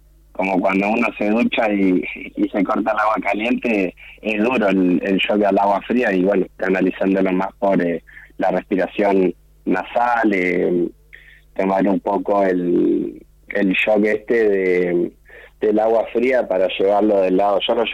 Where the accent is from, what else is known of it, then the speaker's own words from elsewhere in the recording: Argentina; como argentino tiene de especial el como estar en casa, ¿no?